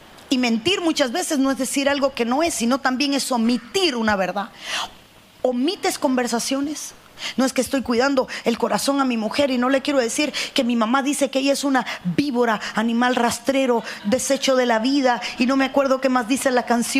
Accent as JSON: {"language": "Spanish", "country": "Cuba", "moved": "yes"}